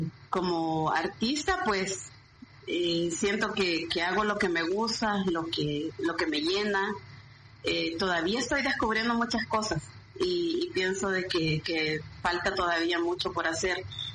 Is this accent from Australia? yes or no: no; El Salvador; Nuestro fuerte siempre ha sido el tropical, ese ha sido nuestro género más fuerte, como típico salvadoreño, ¿verdad?